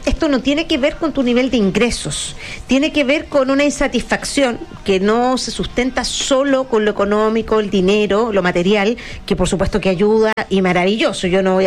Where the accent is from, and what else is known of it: Chile